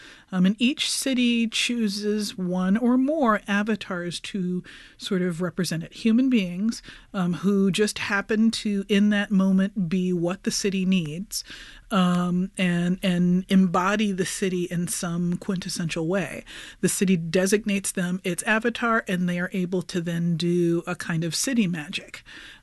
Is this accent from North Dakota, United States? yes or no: no; New York, United States; my own growing up in New York in the 80s